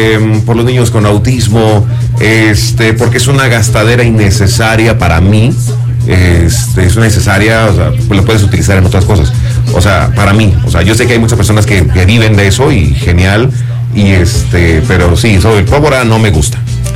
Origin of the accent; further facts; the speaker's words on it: Mexico; Soy mexicano